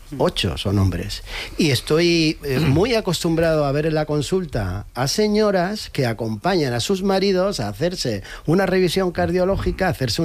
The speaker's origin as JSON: {"language": "Spanish", "town": "Jaén", "region": "Andalusia", "country": "Spain", "said": "En mi tierra, en Jaén"}